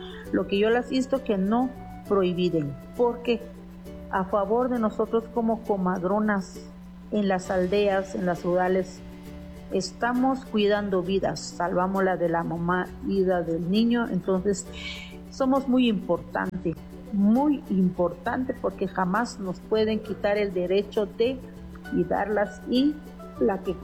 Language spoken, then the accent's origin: Spanish; San Pedro Carchá, Alta Verapaz, Guatemala; vengo del municipio de San Pedro Cacha, Alta Verapaz.